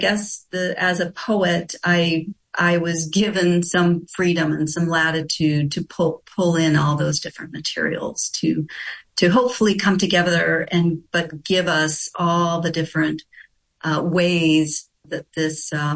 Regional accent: Louisiana, United States; I grew up myself in Louisiana

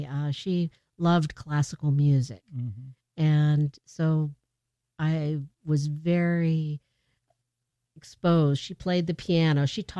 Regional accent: Anchorage, Alaska, United States; born there; We moved up here, and I went to Nunaka Valley Elementary School

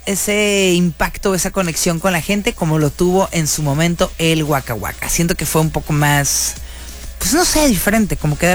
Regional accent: Mexico; siendo nosotros mexicanos

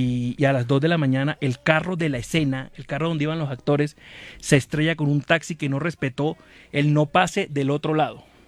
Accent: Caribbean Region, Colombia; Porque yo soy un director costeño, melómano, vallenatero, que nunca ha dirigido una novela costeña de vallenato.

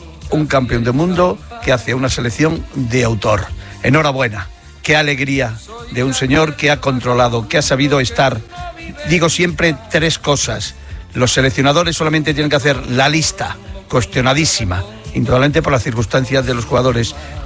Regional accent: Trujillo, Extremadura, Spain; born there; now in Madrid, Spain; la Plaza Mayor de Trujillo, la plaza de mi pueblo

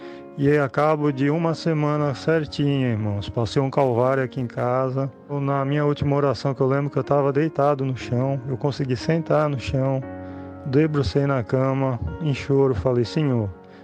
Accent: Penha, Santa Catarina, Brazil; Sou aqui da cidade de Penha, Santa Catarina.

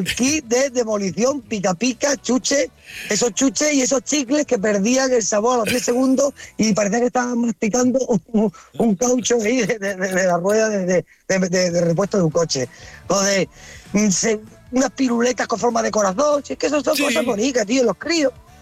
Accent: Region of Murcia, Spain

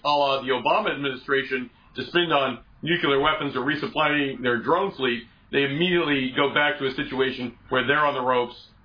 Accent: Iowa, United States; In my home state, Iowa, here, we have suffered a disproportionate number of the body blows suffered by Iran

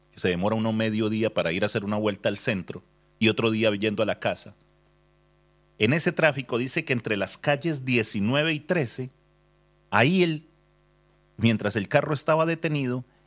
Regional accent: Colombia; Los que somos colombianos y recortamos cuando éramos niños, ¿no? En el caso nuestro, perdón, recordamos a Héctor Ulloa.

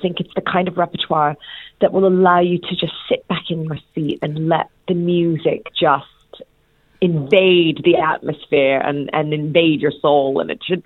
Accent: Melbourne, Victoria, Australia; moved away; wonderful to be back in my hometown of Melbourne.

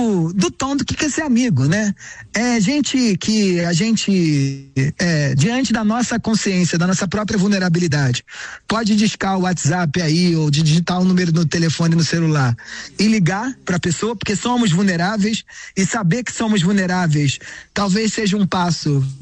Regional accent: Rio de Janeiro, Brazil; E eu venho de uma cidade, né? Eu sou carioca.

